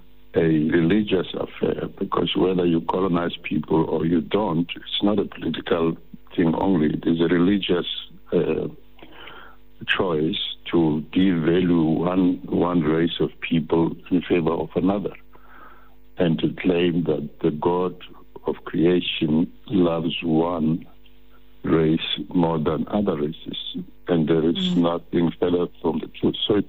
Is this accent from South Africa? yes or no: yes; South Africa